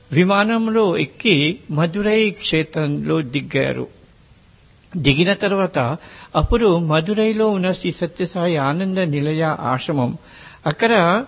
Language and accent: Telugu; Mauritius; first language Mauritian Creole; Telugu is a second language; నేను భారతీయుణ్ణి కాను, నేను ఆంధ్రుణ్ణి కూడా కాను. ఎందుకనగా మా పూజనీయులైన పూర్వీకులు 200 సంవత్సరాల క్రితం మీ ఆంధ్ర పుణ్యభూమి నుంచి సప్త సముద్రాలు దాటి మారిషస్ దేశానికి వెళ్లారు.